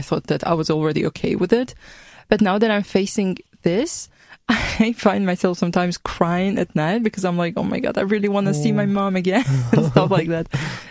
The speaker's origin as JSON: {"language": "English", "country": "Georgia", "second_language": "English", "said": "because when I was a child, I grew up in a different country. Then I went back to Georgia. I'm from Georgia, by the way. And now I'm here."}